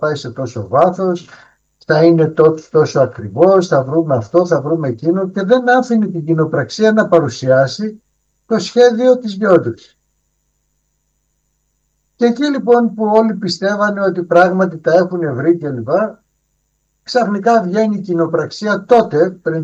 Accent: Greece; εμάς σαν Έλληνες φορολογούμενοι

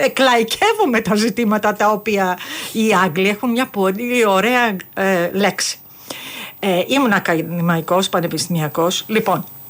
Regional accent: Greece; now in United Kingdom; Μ' αρέσει η πατρίδα μου

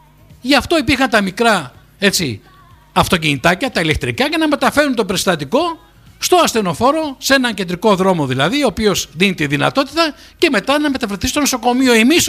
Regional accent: Greece; Δηλαδή, εγώ δεν μπορώ να πω ότι είμαι από τη Τσεχία, Έλληνας είμαι.

